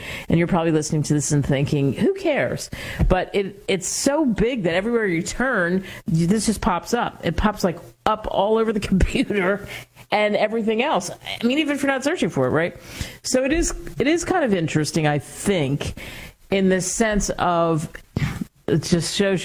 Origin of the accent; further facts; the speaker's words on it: Pennsylvania, United States; I grew up outside of Philadelphia.